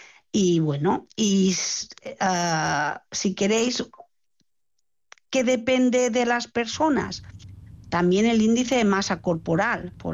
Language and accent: Spanish; Balearic Islands, Spain; yo vivo, que soy mallorquina, que aquí con la humedad